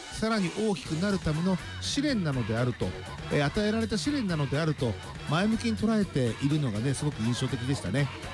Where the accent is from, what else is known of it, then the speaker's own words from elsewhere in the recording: Ibaraki, Japan; 地元茨城